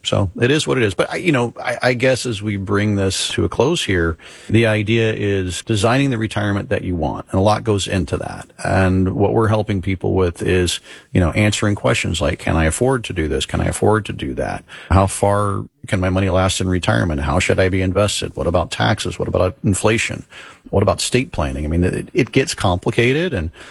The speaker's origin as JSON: {"language": "English", "region": "Florida", "country": "United States", "tie": "born or raised there", "said": "Yeah, I was born and raised in Florida. I guess that surprises me a little."}